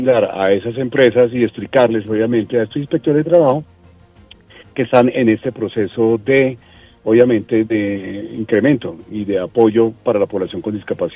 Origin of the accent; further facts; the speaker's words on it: Cartagena, Bolívar, Colombia; moved away; Yo soy cartagenero